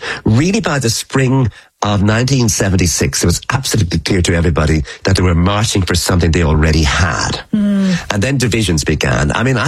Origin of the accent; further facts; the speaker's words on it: Ireland; Because I'm Irish, so many of the things that were happening were to things that had happened in Ireland in the years leading up to independence.